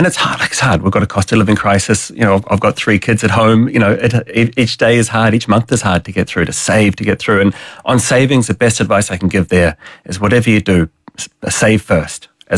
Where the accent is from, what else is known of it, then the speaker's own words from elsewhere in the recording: New Zealand; now in Australia; And for many Irish households, I'm from New Zealand originally, but for many Irish households, money was nothing, it was something you never talked about growing up.